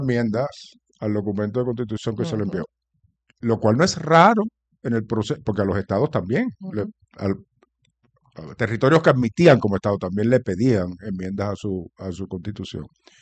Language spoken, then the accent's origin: Spanish; Puerto Rico